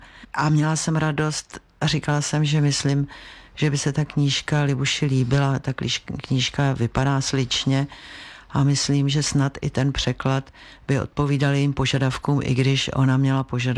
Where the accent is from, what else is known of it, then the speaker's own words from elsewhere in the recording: Prague, Czechia; My jsme vyrůstali v Dejvicích na jednom dvoře.